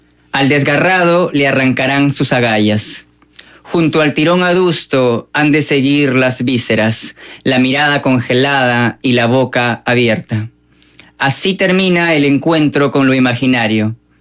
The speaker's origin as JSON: {"language": "Spanish", "country": "Peru", "said": "Yo no soy chino. Soy peruano, nunca voy a ser chino. Soy tusán, ¿no?"}